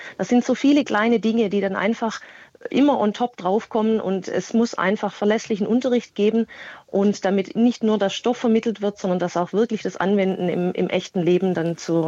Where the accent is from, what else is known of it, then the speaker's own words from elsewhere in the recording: Baden-Württemberg, Germany; ich komme aus Baden-Württemberg und wir haben zwei Kinder.